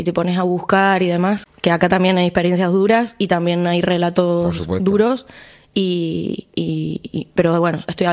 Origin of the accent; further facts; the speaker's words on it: Córdoba, Argentina; En mi caso, yo vengo de Córdoba capital.